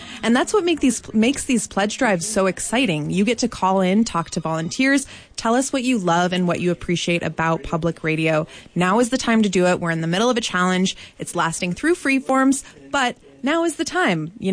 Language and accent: English; Helena, Montana, United States; And thanks to my hometown, Helena.